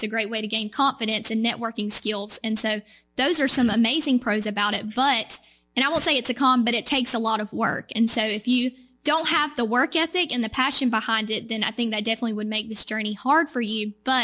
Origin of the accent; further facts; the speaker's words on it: Sampson County, North Carolina, United States; I'm still representing my community in my hometown of Sampson County